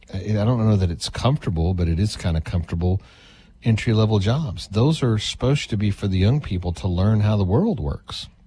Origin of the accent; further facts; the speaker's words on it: Odessa, Texas, United States; When we grew up in Odessa, Texas